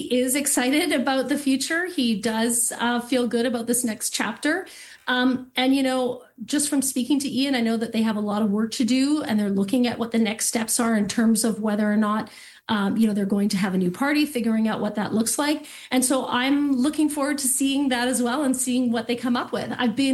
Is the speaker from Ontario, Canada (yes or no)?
no; British Columbia, Canada; as British Columbians